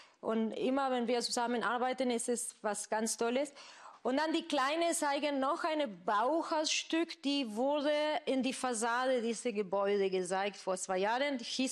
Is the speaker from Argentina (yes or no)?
yes; Argentina; German is a second language; Weil auch für die, die nicht wissen, ich komme aus Argentinien. Und in Argentinien, Tango ist unsere Nationaltanz.